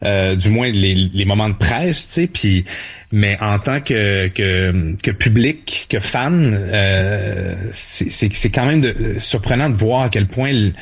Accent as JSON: {"language": "French", "town": "Montreal", "region": "Quebec", "country": "Canada", "tie": "born there", "said": "Ben moi, je suis né à Montréal, fait que j'étais un peu brainwashed."}